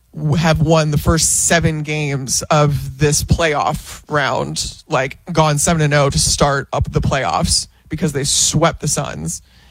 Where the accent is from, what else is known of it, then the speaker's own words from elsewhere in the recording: Chicago, Illinois, United States; It was so funny because I grew up in Chicago and the Cubs were on WGN, which was also national.